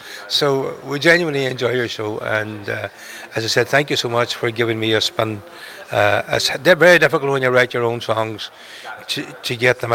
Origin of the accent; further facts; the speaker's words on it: Malin Head, Ulster, Ireland; I come from Malinhead, we're up on the most northerly point of Ireland